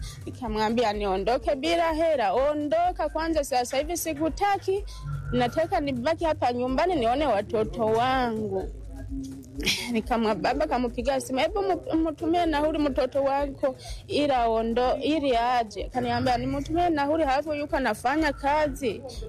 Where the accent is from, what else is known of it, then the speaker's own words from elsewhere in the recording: Kakonko, Kigoma, Tanzania; Wa Kakongo. Kakonko.